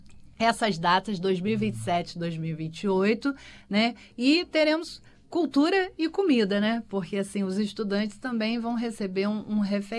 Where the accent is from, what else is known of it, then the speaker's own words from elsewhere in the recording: Brazil; a gente é, né, brasileiras e brasileiros